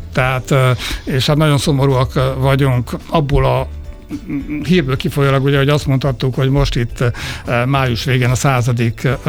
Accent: Hungary; hogy tudják, hogy magyar vagyok

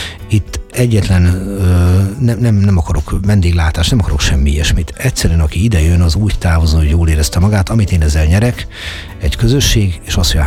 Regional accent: Budapest, Hungary; also born or lived in Jászárokszállás; itt vagyok én, és akkor azt mondom, hogy budapesti vagyok, de jászárokszállási is vagyok, magyar vagyok, világpolgár vagyok

